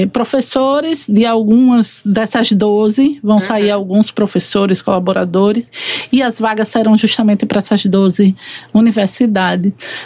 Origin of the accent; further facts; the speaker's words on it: Sergipe, Brazil; E aí, em algum momento, eu fui pra minha terra, né? A gente sente o nordestino, ele sempre saudade de casa